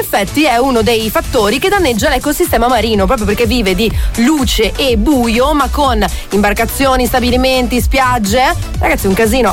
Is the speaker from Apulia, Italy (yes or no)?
no; Rome, Lazio, Italy; Sono un romano.